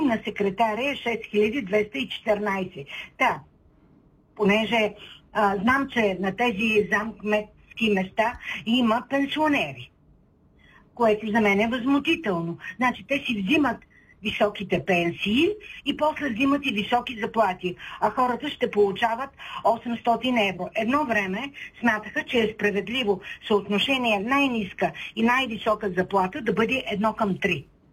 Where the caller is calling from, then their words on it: Shumen, Shumen Province, Bulgaria; съм от Шумен.